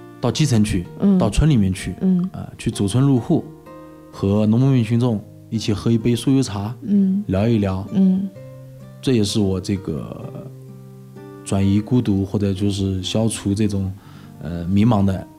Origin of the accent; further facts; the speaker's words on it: Anhui, China; moved away as an adult; 我的老家安徽